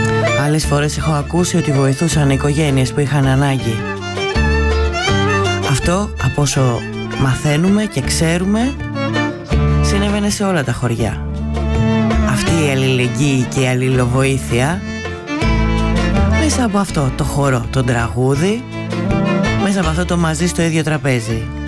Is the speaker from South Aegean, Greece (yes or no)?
no; Ikaria, North Aegean, Greece; born there; εκεί στον τόπο μου στην Ικαριά